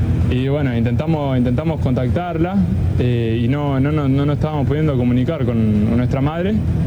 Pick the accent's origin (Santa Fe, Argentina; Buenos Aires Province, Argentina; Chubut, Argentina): Buenos Aires Province, Argentina; Pergamino; Nosotros somos de Pergamino.